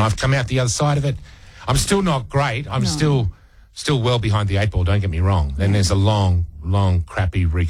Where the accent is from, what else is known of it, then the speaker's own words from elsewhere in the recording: Australia; I'm an Aussie bloke who was born in the 70s.